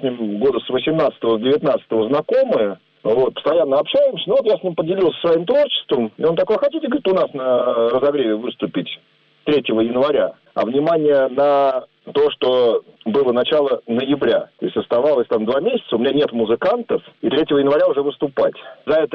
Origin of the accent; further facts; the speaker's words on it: Moscow, Russia; Собираем в Можайске обычно несколько больше народу, чем у себя на родине в Москве.